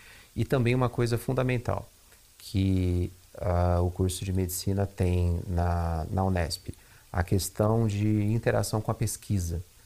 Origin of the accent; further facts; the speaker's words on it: São Paulo, Brazil; moved away as an adult; also born or lived in Botucatu; eu nasci aqui em São Paulo e estudei bastante em alguns colégios tradicionais aqui da capital.